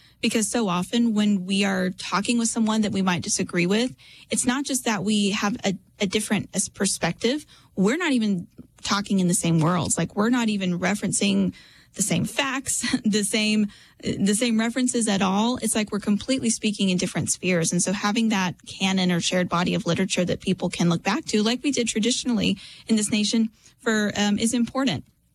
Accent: Texas, United States; my home state, Texas, had gone viral for

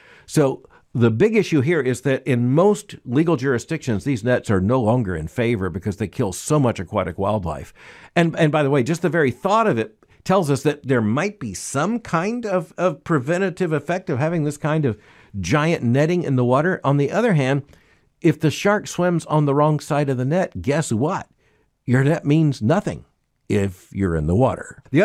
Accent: Florida, United States; I grew up in Florida.

